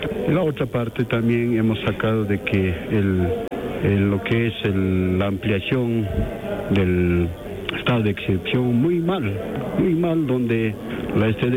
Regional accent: Bolivia; pero nosotros como pueblo boliviano, como indígenas originarios campesinas, nos sentimos realmente muy acorralado

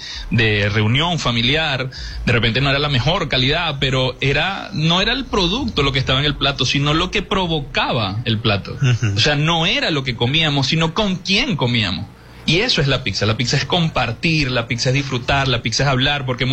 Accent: Peru; now in Venezuela; solamente tengo un año aquí en Venezuela. Una de las metas que me propuse desde que me vine de Perú es llevar a Venezuela en el nivel de pizzería más arriba

